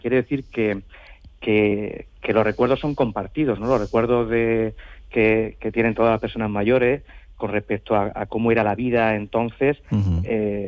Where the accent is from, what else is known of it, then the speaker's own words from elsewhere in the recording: Senés, Andalusia, Spain; mi pueblo es lo que dice su eslogan, es que Senés sí. enamora.